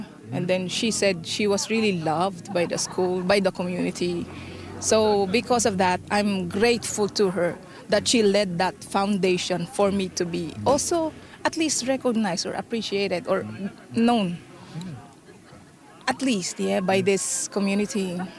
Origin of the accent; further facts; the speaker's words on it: Philippines; moved away as an adult; now in Canada; I'm from the Philippines, so I came here in Canada in December of 2022.